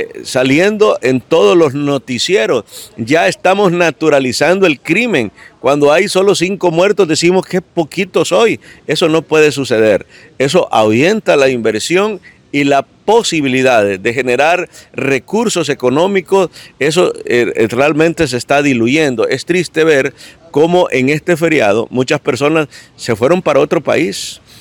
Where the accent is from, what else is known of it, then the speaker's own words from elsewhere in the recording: Honduras; lo que realmente no queremos como pueblo hondureño.